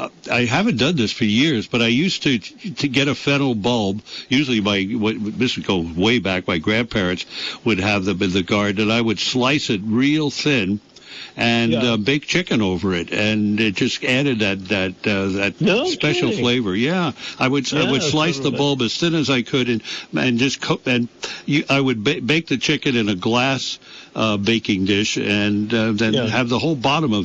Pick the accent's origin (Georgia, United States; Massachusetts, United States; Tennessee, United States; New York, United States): New York, United States; Bronx; when I was a kid growing up in the Bronx